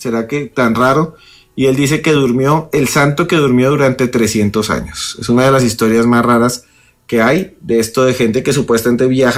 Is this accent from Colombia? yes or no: yes; Charalá, Santander, Colombia; Yo una vez en Charalá, Santander, pueblo de donde soy originaria, mi familia, en unas ferias